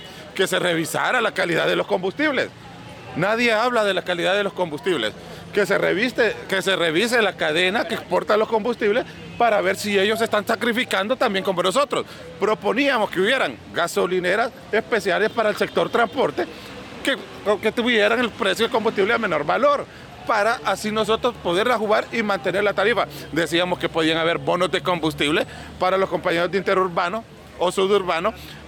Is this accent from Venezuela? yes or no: no; Honduras